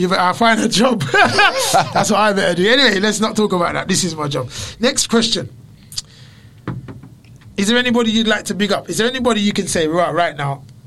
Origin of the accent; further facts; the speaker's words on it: Wolverhampton, West Midlands, United Kingdom; now in London, United Kingdom; Because even though I live in London, I feel like I get a better reception in Wolves, because I'm from Wolverhampton, innit?